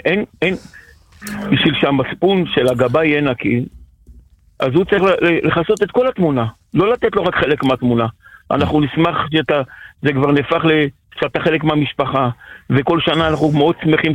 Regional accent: Jerusalem, Jerusalem District, Israel; אני מירושלים.

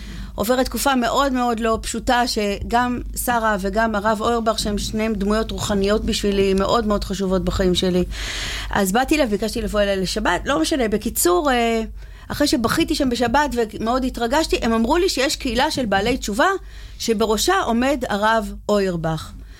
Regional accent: Ramat Gan, Tel Aviv District, Israel; אני דווקא מרמת גן קודם, אני מרמת גן

